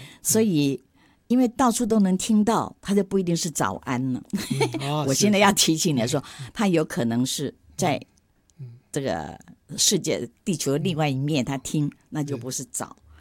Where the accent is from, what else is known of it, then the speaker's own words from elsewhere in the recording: Daxi, Taoyuan, Taiwan; moved away; also born or lived in Taipei; 我们是桃园人嘛，桃园大溪人